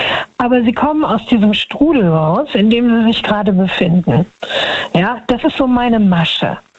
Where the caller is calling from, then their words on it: Düsseldorf, North Rhine-Westphalia, Germany; Hallo aus NRW.